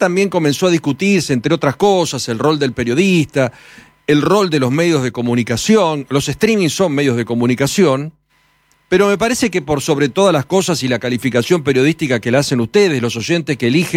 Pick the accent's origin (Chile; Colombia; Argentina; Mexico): Argentina; siendo argentinos como somos nosotros